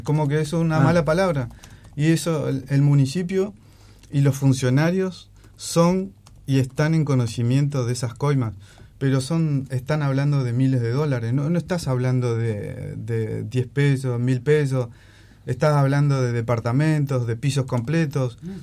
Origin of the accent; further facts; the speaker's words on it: Ushuaia, Tierra del Fuego, Argentina; born there; also born or lived in Córdoba; Desde muy pequeño, yo me crié en Ushuaia, vivo desde los 11 años